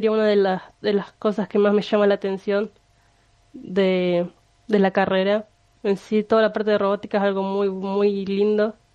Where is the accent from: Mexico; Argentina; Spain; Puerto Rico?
Argentina; Paraná, Entre Ríos; Soy de Paraná y yo me recibí en la ENET 1 de técnica electrónica.